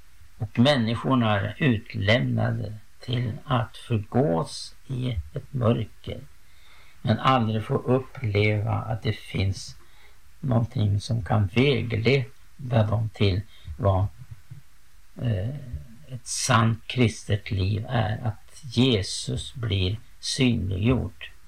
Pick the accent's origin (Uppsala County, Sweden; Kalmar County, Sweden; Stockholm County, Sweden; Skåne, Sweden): Uppsala County, Sweden; moved away; jag reste genom min hembygd på vägen hit. En plats utanför Uppsala där jag uppväxt